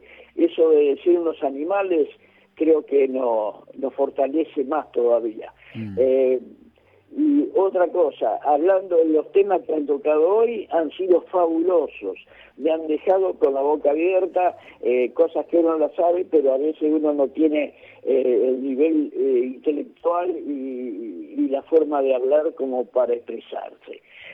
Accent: Rosario, Santa Fe, Argentina; born there; now in Florencio Varela, Argentina; y yo también nací en Rosario, en el mismo lugar donde nació él, un 24 de junio del 1944.

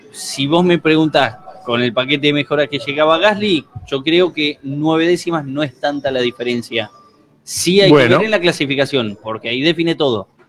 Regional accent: Argentina

